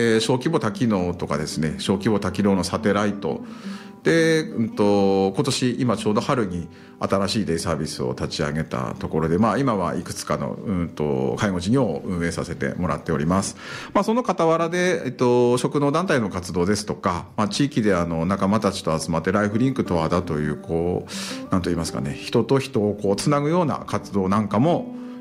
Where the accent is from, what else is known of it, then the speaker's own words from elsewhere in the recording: Towada, Aomori, Japan; あの青森県の、十和田市というところで、事業を行っております。生まれも育ちも十和田市です。あのすぐ近くには十和田湖がありまして、非常に自然が豊かな場所で、普段暮らしております。